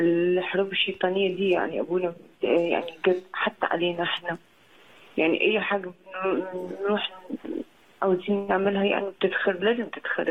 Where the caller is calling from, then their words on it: Canada; أنا من كندا.